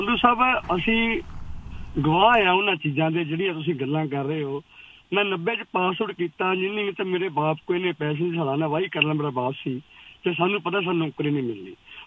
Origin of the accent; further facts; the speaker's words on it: Amritsar, Punjab, India; ਮੈਂ ਅੰਮ੍ਰਿਤਸਰ ਤੋਂ ਬਿਲੋਂਗ ਕਰਦਾ